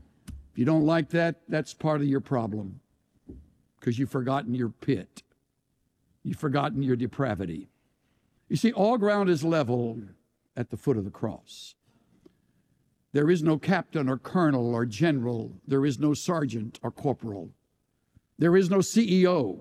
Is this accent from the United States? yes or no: yes; El Campo, Texas, United States; Me, I'm from the great metropolis of El Camp